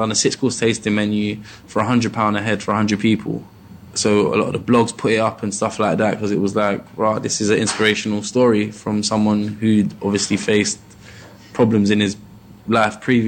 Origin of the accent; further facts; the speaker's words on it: Peckham, London, United Kingdom; growing up in Peckham, people weren't. For my demographic, weren't really putting out YouTube videos